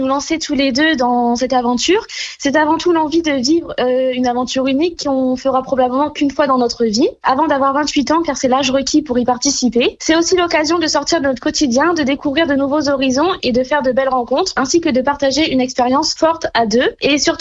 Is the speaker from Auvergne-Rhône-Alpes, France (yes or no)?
no; Hauts-de-France, France; on vient de Thiérache, dans le Nord.